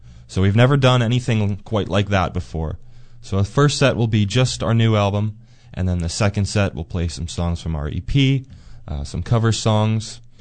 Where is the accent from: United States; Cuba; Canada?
Canada; Altona, Manitoba; it's my hometown and the hometown of Simon, our keyboardist, and my dad, our bass player as well.